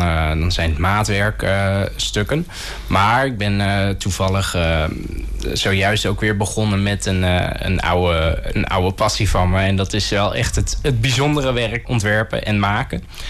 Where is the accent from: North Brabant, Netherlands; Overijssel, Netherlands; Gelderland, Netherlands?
Gelderland, Netherlands; Kesteren; born there; Ik ben geboren in Kesteren, in Gelderland. En mijn moeder was zelf ook erg creatief, dus ze kon niet stilzitten. Dus we zijn heel veel verhuisd. In totaal ben ik nu 20 keer verhuisd.